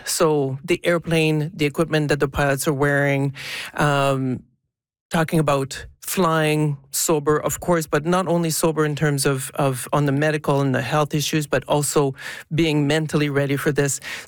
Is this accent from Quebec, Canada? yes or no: yes; Quebec City, Quebec, Canada; I'm from Quebec City.